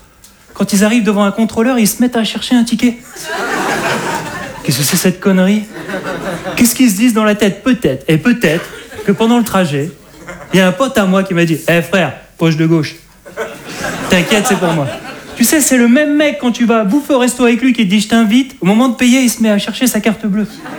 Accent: Hauts-de-France, France; je suis un ch'ti.

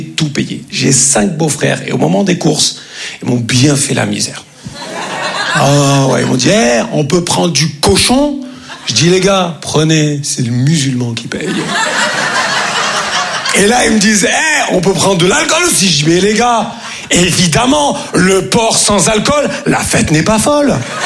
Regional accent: Grand Est, France; Comme on dit chez nous, en Lorraine.

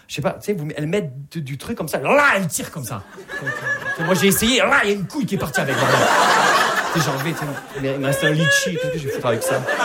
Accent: Perpignan, Occitanie, France; Vous l'entendez à mon accent, je viens pas de Paris. Je viens de Perpignan.

